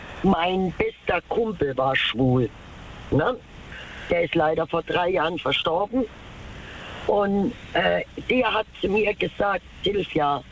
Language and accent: German; Mannheim, Baden-Württemberg, Germany; Also, ich bin gebürtig aus Mannheim und ich bin mit allen verschiedenen Sorten von Menschen groß geworden